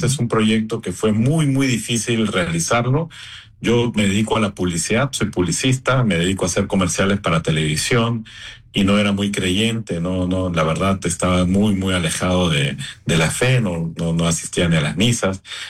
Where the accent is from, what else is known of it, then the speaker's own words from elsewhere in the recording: Peru; now in Panama; Soy de origen peruano, vivo en Panamá hace 30 años.